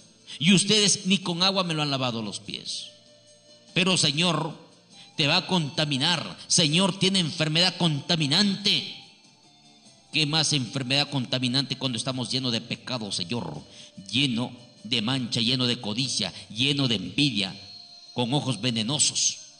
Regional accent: Huancabamba, Piura, Peru; now in San Luis, Carlos Fermín Fitzcarrald, Peru; que sea de nuestra tierra, de Huancabamba, Salalá. Desde allá venimos, queridos hermanos. … viene desde Huancabamba, Salalá, queridos amigos. Y yo no puedo negar a mi tierra. Yo no puedo negar mi origen.

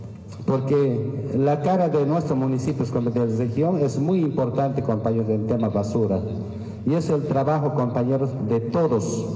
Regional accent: Cochabamba, Bolivia; somos del trópico de Cochabamba

